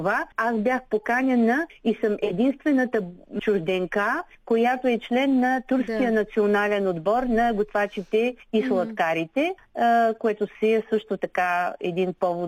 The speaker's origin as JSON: {"language": "Bulgarian", "town": "Gabrovo", "region": "Gabrovo Province", "country": "Bulgaria", "tie": "born or raised there", "said": "В момента аз я подарих на моя роден град Габрово"}